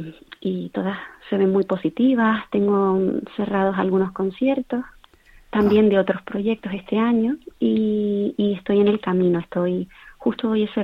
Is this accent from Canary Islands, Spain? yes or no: yes; Canary Islands, Spain; nuestro folclore o nuestra música de Canarias